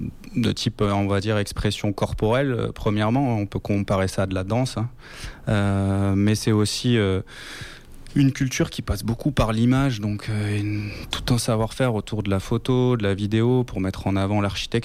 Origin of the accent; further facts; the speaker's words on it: Nouvelle-Aquitaine, France; Je suis originaire quand même de Gironde, mais on n'était pas trop dans ce secteur-là.